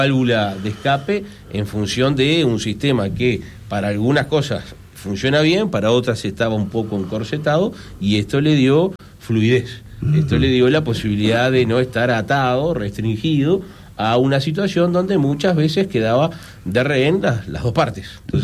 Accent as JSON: {"language": "Spanish", "region": "Canelones", "country": "Uruguay", "said": "como canarios, entendíamos que algunos temas en el departamento no estaban funcionando bien"}